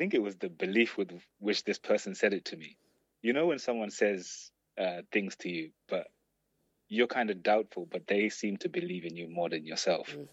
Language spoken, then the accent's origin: English; Zimbabwe; I think this is growing up in Zimbabwe anyway at that time.